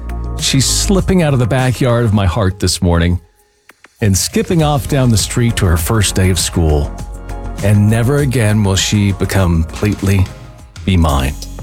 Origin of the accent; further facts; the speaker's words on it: Seattle, Washington, United States; moved away; I grew up in Seattle